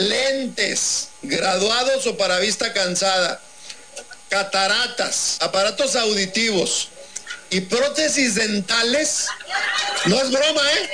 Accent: San Juan del Río, Mexico; yo soy de pueblo también, soy de San Juan del Río

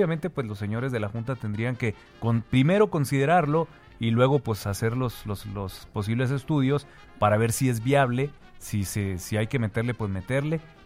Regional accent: Mexico; como buenos mexicanos, adoptamos tradiciones y las mexicanizamos.

